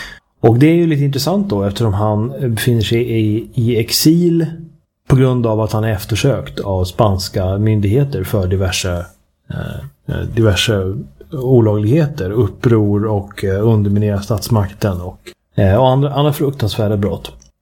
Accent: East Germany, Germany; Hela historien påminner mig om en vits som jag hörde i min barndom i Östtyskland.

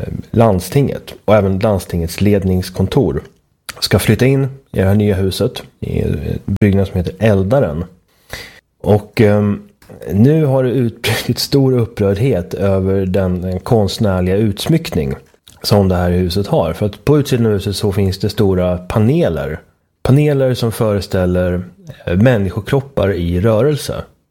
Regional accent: Uppsala, Uppsala County, Sweden; en väldigt intressant kulturstrid från min hemstad. Min hemstad som blir svårare och svårare att känna stolthet och kärlek inför.

